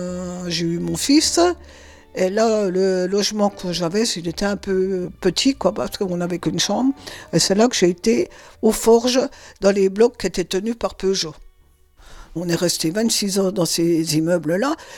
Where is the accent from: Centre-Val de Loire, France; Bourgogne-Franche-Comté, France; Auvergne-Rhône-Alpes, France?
Bourgogne-Franche-Comté, France; Audincourt; also born or lived in Valentigney; Alors moi, je suis née à Valentigny, à côté d'Audincourt. On habitait avec mes frères et mes parents au centre-ville d'Audincourt.